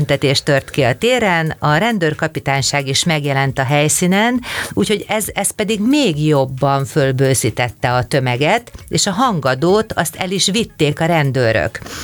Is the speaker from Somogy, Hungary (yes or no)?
yes; Kaposvár, Somogy, Hungary; Ezt én szeretném elmondani kaposváriként